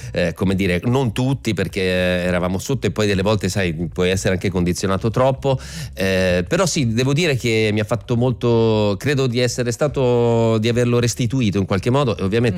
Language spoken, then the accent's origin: Italian; Bergamo, Lombardy, Italy; Io sono bergamasco